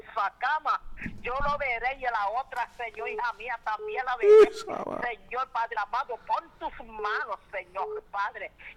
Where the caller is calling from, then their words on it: Florida, United States; Yo soy de aquí, de Florida.